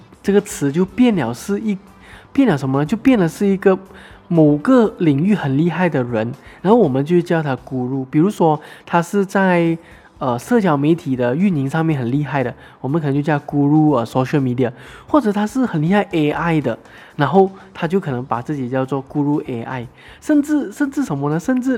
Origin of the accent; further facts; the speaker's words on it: Malaysia